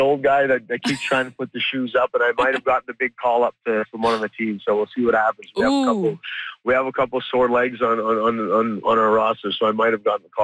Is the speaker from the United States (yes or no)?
no; Canada; we all kind of went through these experiences being Sikh Canadian